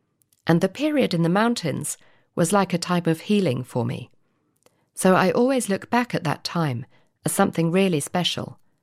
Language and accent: English; England, United Kingdom; now in Czechia; In fact, growing up in England, We went to the seaside quite a lot, although the sea was pretty cold compared to some parts of the Mediterranean.